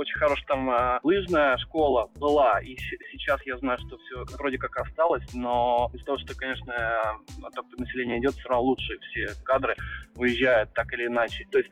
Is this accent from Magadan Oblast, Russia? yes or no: yes; Magadan Oblast, Russia; now in Moscow, Russia; я вырос в этих условиях